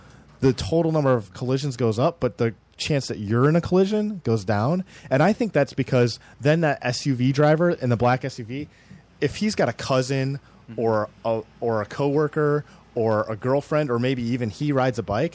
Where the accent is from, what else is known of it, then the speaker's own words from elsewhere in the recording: Michigan, United States; now in Los Angeles, United States; I'm from Michigan originally.